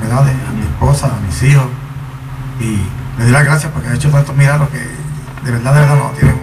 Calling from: Adjuntas, Puerto Rico; Vivo en Ajuntas

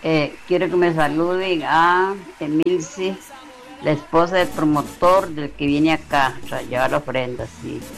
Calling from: Pérez Zeledón, San José, Costa Rica; Vivo en Pérez Celedón

